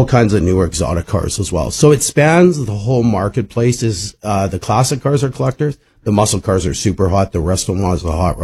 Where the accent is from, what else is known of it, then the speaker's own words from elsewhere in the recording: Saskatoon, Saskatchewan, Canada; I remember when I grew up here in Saskatoon in the 1970s, I'd see the cars ever, the muscle cars ever.